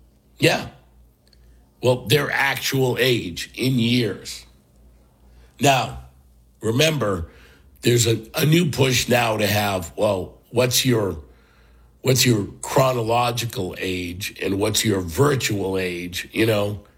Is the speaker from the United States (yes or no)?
no; Ireland; I can make that joke because I'm Irish.